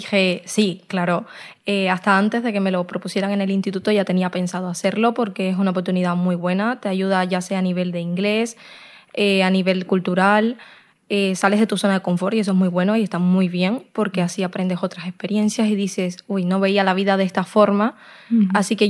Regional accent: Cuba; now in Spain; yo no soy de aquí de España, entonces en mi país, que es Cuba, hay muy pocas oportunidades

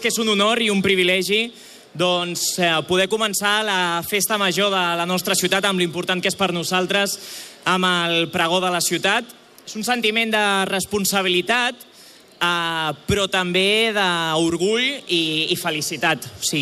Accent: Rubí, Catalonia, Spain

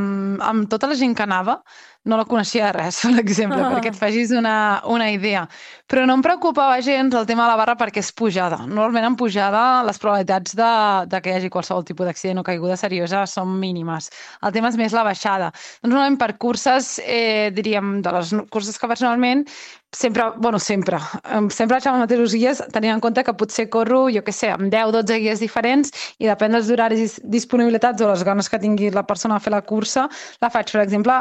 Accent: Vilassar de Mar, Catalonia, Spain

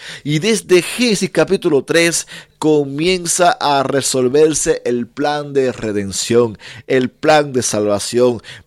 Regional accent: Cuba; En Cuba hubo guerras, conquistas, porque es de donde vengo.

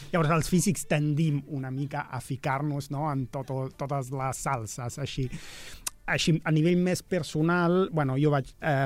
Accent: Rome, Lazio, Italy; born or raised there; moved away as an adult; now in Barcelona, Spain

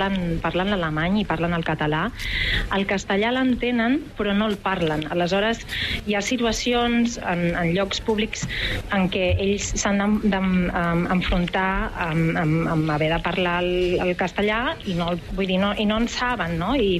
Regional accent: Barcelona, Catalonia, Spain; Costa, costa, perquè quan et pregunten d'on ets, jo sempre dic que sóc de Barcelona.

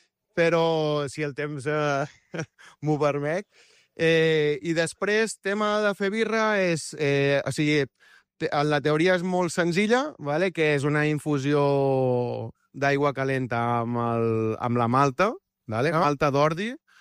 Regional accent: Arenys de Mar, Catalonia, Spain

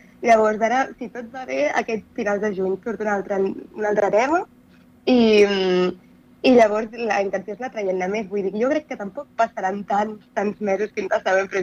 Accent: Catalonia, Spain; jo soc de l'Alt Empordà

